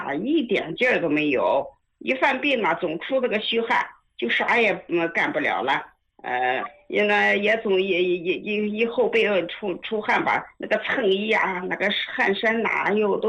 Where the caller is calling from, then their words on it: Tianjin, China; 我是天津的啊